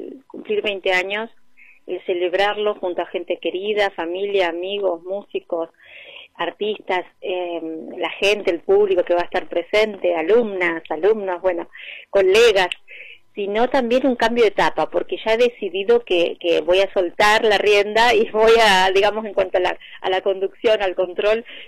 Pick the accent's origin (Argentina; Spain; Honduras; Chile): Argentina; Neuquén; en mi ciudad natal, en Neuquén Capital.